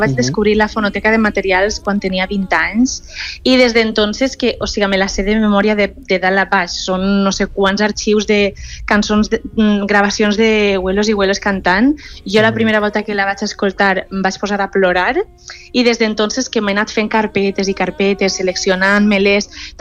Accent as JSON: {"language": "Catalan", "town": "Pedreguer", "region": "Valencian Community", "country": "Spain", "said": "al meu poble valencià, que jo estic orgullosíssima de ser valenciana"}